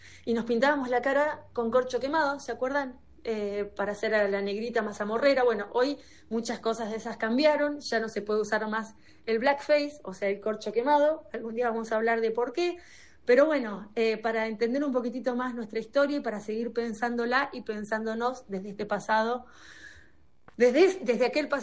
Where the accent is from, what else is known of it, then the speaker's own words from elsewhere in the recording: Argentina; como profe de historia y como siempre les digo, como argentina